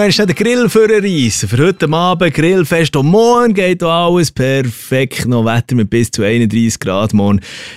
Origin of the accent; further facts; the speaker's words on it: Bern, Switzerland; Das frage ich jetzt als Berner, gell?